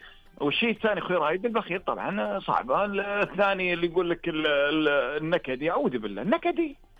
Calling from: Riyadh, Riyadh Province, Saudi Arabia; والله أكلمك من العاصمة الرياض.

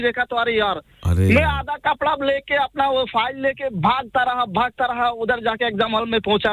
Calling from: Bangladesh; मैं बांग्लादेश से हूँ एक्चुअली

